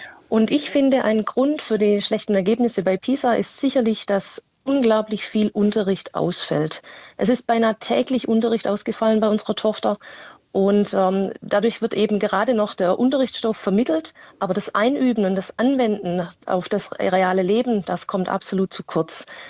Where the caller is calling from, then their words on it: Baden-Württemberg, Germany; ich komme aus Baden-Württemberg.